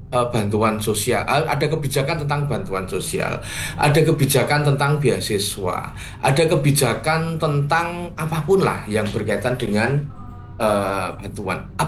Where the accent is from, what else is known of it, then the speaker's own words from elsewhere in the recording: Surakarta, Central Java, Indonesia; saya sebagai orang Solo ya, KTP saya itu Solo. Itu zaman saya kecil dulu itu senang sekali bersepeda itu melewati jalur lambat.